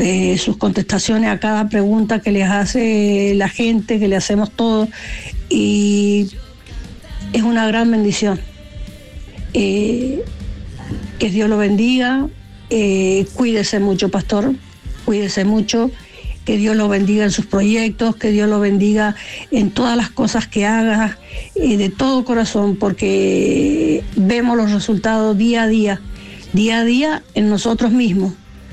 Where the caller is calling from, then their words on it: Colonia Bombal, Mendoza, Argentina; de Colonia Bombal.